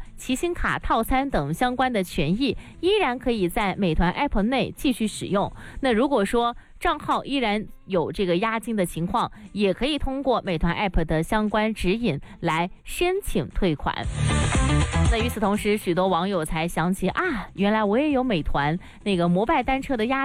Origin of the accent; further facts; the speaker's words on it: Guangdong, China; 我们广东人真的是需要注意一下哈